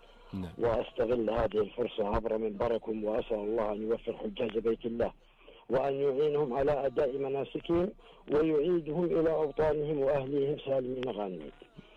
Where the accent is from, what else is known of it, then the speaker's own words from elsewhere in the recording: Saudi Arabia; نحن كلنا كسعوديين